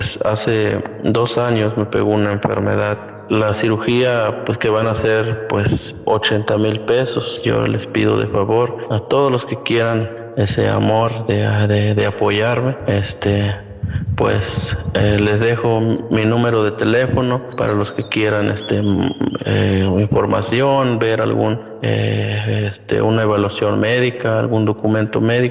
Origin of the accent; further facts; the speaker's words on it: La Herradura, Mexico; Soy de La Herradura.